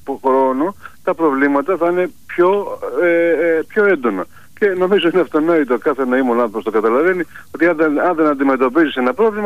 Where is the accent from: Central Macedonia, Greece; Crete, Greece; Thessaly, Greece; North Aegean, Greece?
North Aegean, Greece; Ikaria; Φανταστείτε, εγώ τώρα είμαι από την Ικαρία, ταξιδεύω σε όλο το Αιγαίο πόσα χρόνια εδώ πέρα.